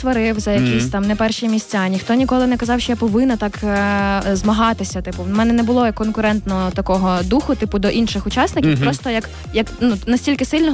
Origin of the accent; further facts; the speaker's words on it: Netishyn, Khmelnytskyi Oblast, Ukraine; я хмельничанка